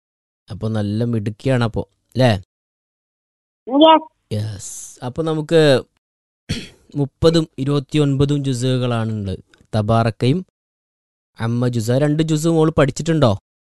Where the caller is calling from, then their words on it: Malappuram district, Kerala, India